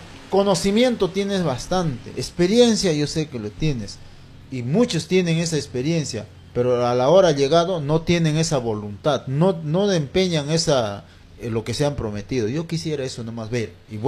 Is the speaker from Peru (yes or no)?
yes; Peru; also born or lived in Jauja; yo no soy neto de acá, no, pero yo soy residente de Jauja, pero he crecido aquí desde la edad de 4 años, 1978, y llegado yo en donde era selva, allá en mi centro poblado, Unión Autique.